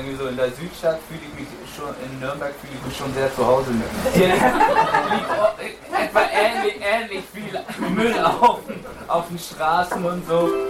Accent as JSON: {"language": "German", "town": "Olten", "region": "Solothurn", "country": "Switzerland", "said": "ich komme aus Olten."}